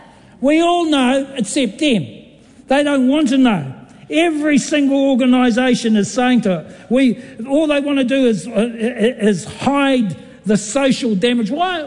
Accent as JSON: {"language": "English", "country": "New Zealand", "said": "as a Kiwi who's disgusted"}